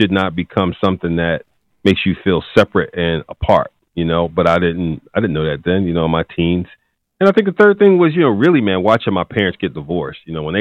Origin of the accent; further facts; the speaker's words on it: Philadelphia, Pennsylvania, United States; Well, you know, North Philly was tough back then. Eighth and Butler was considered at that time, man, the drug capital of the world, at least the United States. And I was one of those kids